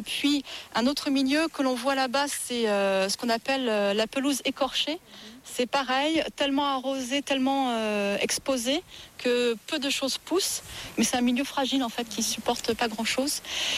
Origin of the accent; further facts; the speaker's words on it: Pornichet, Pays de la Loire, France; now in Belle-Île-en-Mer, France; Je viens du côté de Pornichet, un peu plus urbanisé qu'ici.